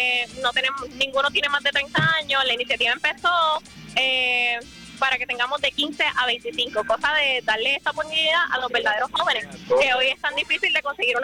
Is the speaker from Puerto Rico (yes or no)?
yes; San Germán, Puerto Rico; Por lo menos yo soy de Caín Alto.